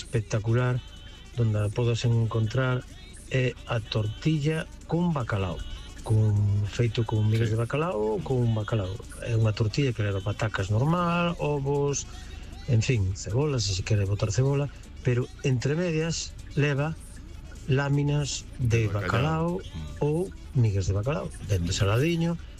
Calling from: Narón, Galicia, Spain; Hola, bos días … de Narón.

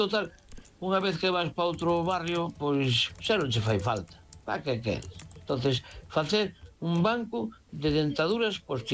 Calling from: A Coruña, Galicia, Spain; de Coruña.

